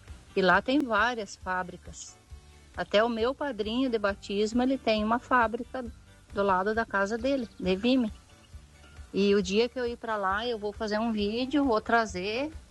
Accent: Rio Rufino, Santa Catarina, Brazil; now in Pinhalzinho, Brazil; E é a minha terra natal, é Rio Rufino, sim. Eu já tô há 35 anos para cá, com a Pinhalzinha, né? Morei em Serral. E é uma cidade muito boa de viver. Cidade pequena, é menor que Modelo. É bem pequenininha, poucos habitantes.

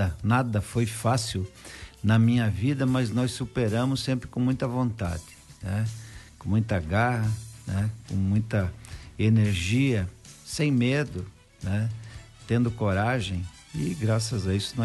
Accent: São Lourenço do Oeste, Santa Catarina, Brazil; São Lourenço do Oeste, que é a minha terra

